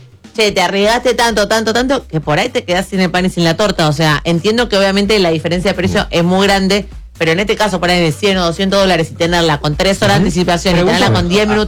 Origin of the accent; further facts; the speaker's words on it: Argentina; yo soy argentina